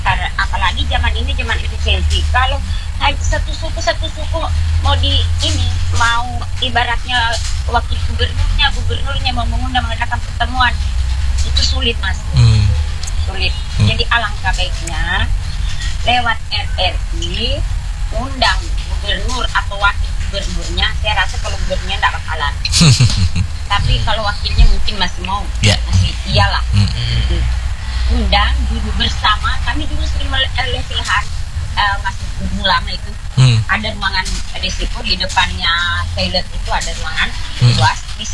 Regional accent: East Kalimantan, Indonesia; Karena kami ini dari Kaltim ini bukan cuma satu suku

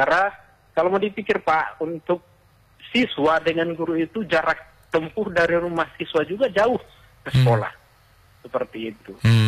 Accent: Gorontalo, Indonesia; saya juga kan asalnya dari desa Molotabu, kemudian 100% itu di daerah terpencil di Waolo itu keluarga saya semua

